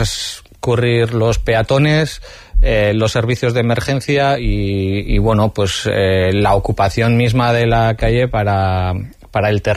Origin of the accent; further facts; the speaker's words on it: Hondarribia, Basque Country, Spain; muchas de las personas que somos de Hondarribi